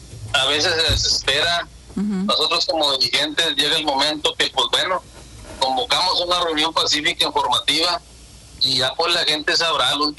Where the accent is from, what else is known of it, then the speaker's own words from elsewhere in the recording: Mexico; y pues todos somos mexicanos, estamos muy ofendidos